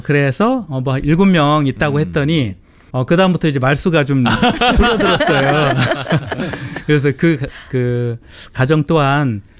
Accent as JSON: {"language": "Korean", "town": "Dangjin", "region": "South Chungcheong", "country": "South Korea", "tie": "born or raised there", "moved": "yes", "lives_now": "Jeju, South Korea", "said": "저희도 이제 고향이 제주가 아니고 충청남도 당진이기 때문에"}